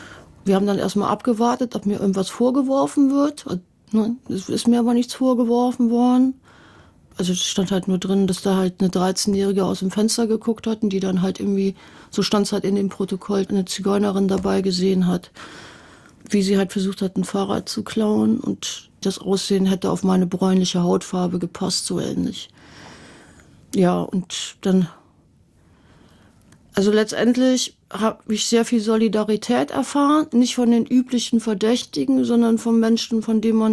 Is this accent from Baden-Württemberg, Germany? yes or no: no; Letmathe, North Rhine-Westphalia, Germany; also born or lived in Tarp; now in Neubrandenburg, Germany; Aber wie ich mich als Jugendlicher in Letmathe, Tarp und jetzt, wie gesagt, Neubrandenburg fühle, darüber habe ich selten was gelesen.